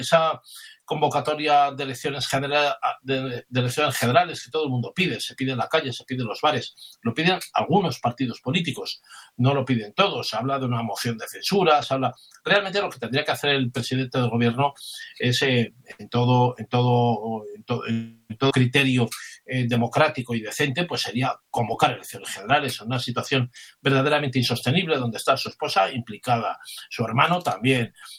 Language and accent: Spanish; Spain; nos compromete a todos como españoles